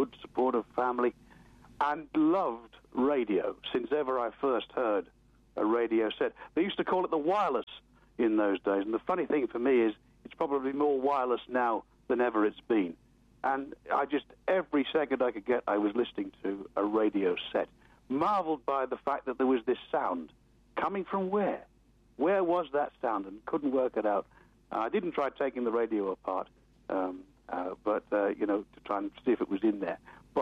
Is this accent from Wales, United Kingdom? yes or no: no; Newcastle upon Tyne, North East England, United Kingdom; born there; Well, I was born in Newcastle upon Tyne, up in the northeast of England, a land that at the time was going through a very difficult time.